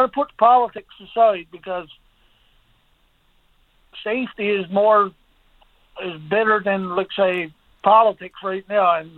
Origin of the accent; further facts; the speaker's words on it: Burgeo, Newfoundland and Labrador, Canada; now in Corner Brook, Canada; No, I'm in Cornerbrook, but I'm from Burgio.